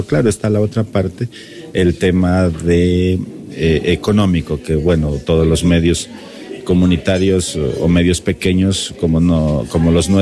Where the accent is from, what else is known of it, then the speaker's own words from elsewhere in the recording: southern border, Ecuador; en la frontera sur de donde yo vengo.